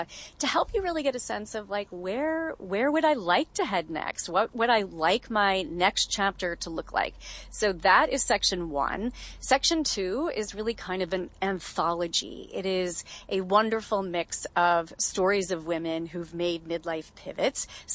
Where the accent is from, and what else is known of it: Kentucky, United States; born or raised there